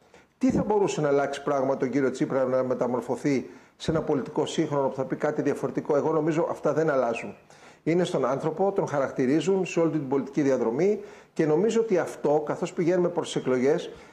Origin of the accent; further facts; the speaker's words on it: Greece; ως πολιτικός και ως Έλληνας